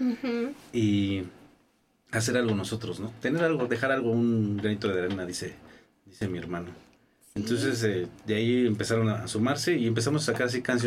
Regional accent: Nezahualcóyotl, State of Mexico, Mexico; venimos de Nesa.

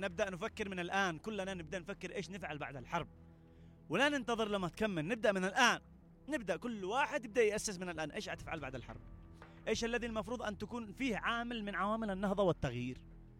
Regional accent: Yemen; عندنا في اليمن

